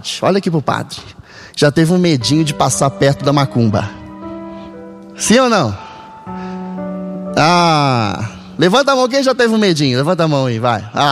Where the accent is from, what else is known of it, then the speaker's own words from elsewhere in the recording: Campos dos Goytacazes, Rio de Janeiro, Brazil; eu sou do interior do Rio, de Campos Goytacazes